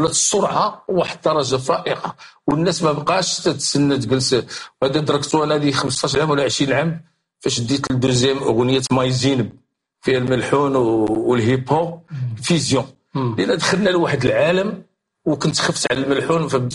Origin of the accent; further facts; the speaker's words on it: Morocco; في واحد 51 نوع في الحضاري عندنا في المغرب،